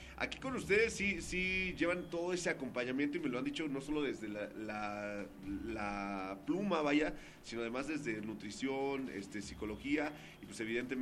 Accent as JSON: {"language": "Spanish", "country": "Mexico", "said": "siendo mexicanos"}